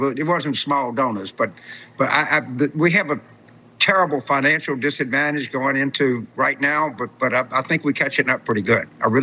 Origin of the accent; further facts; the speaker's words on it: Southern United States, United States; as a Southerner and as a football fan, as an SEC fan, as a proud guy